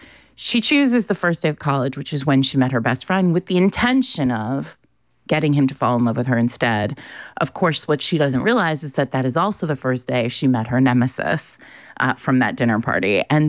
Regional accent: Rhode Island, United States; when I was a kid, I grew up in Rhode Island, but my parents had this very cute little house in Ashland, New Hampshire, which is right near Plymouth and, you know, right around the corner from Meredith.

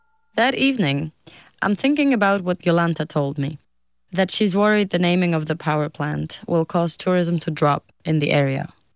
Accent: Poland; moved away; over a decade, and I don't live in Poland anymore. But being immersed in this beauty makes me appreciate my home country even more.

